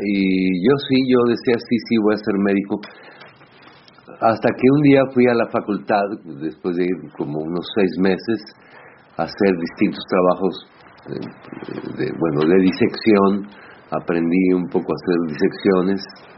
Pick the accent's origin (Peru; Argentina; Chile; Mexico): Mexico; Tulancingo, Hidalgo; en mi ciudad natal, en Tulancingo, Hidalgo, México.